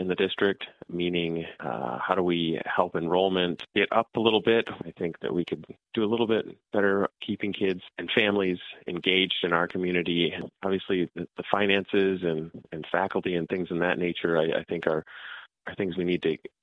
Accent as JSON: {"language": "English", "area": "Benzie County", "region": "Michigan", "country": "United States", "tie": "born or raised there", "said": "I'm from Benzie County. I went to Platte River Elementary School and grew up in the area and graduated from Benzie Central High School"}